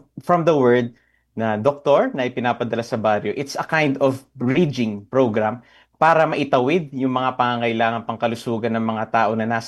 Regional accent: Central Luzon, Philippines; Ako po ay from Zambales din po. Tubang Zambales.

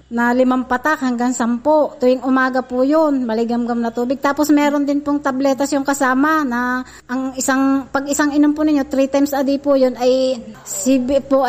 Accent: Calapan, Mimaropa, Philippines; ng 50 taon na po ako at taga Puting Tubig po ako, Calapan City.

